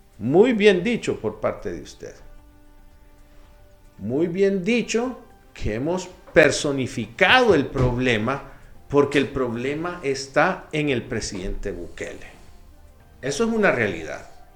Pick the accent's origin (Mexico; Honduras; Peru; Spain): Honduras; Tengo una posición como hondureño.